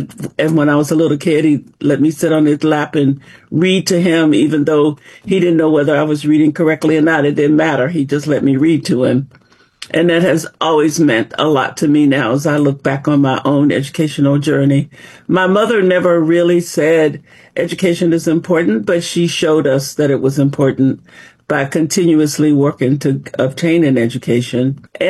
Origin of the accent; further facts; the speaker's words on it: El Dorado, Arkansas, United States; moved away as an adult; also born or lived in California, United States; now in Georgia, United States; I was born in El Dorado, Arkansas. I lived in Arkansas until I was 18, left there, mm-hmm. went to California to college